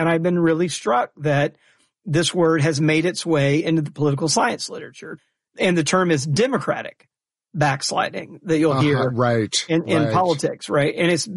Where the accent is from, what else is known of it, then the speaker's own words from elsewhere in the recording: Deep South, United States; I grew up in the Deep South in a Southern Baptist church. So inside that, you know, white evangelical Southern world.